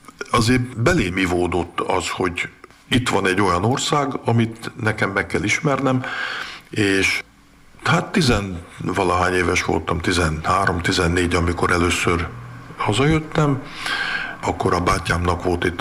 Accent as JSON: {"language": "Hungarian", "region": "São Paulo", "country": "Brazil", "tie": "born or raised there", "moved": "yes", "lives_now": "Hungary"}